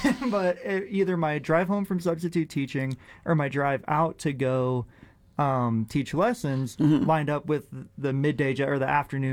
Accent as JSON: {"language": "English", "region": "California", "country": "United States", "also_born_or_lived": "Maryland", "lives_now": "Denver, United States", "said": "Yeah, I moved originally. Here from California, but I was born in Maryland."}